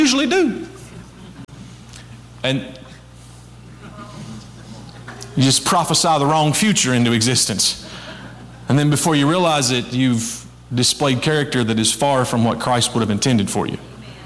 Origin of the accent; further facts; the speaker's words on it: Kentucky, United States; I grew up in Krillsburg, Kentucky, and we just say, why you gotta be so hateful?